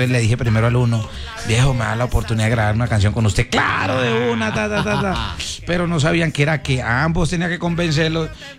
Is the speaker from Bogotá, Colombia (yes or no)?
no; Huila, Colombia; Yo soy del Huila